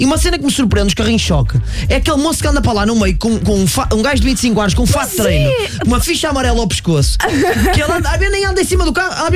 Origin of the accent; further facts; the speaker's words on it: Trofa, Norte, Portugal; O Trofense, que é o clube da minha terra